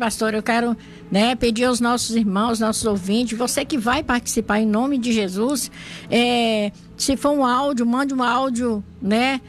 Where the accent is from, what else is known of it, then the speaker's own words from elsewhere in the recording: Salvador, Bahia, Brazil; born there; moved away; os ouvintes lá da minha terra natal, Salvador, Bahia